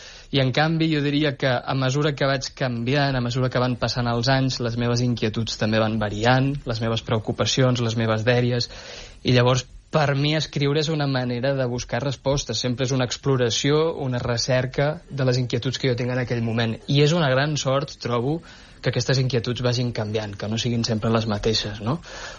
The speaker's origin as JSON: {"language": "Catalan", "town": "Navàs", "region": "Catalonia", "country": "Spain", "tie": "born or raised there"}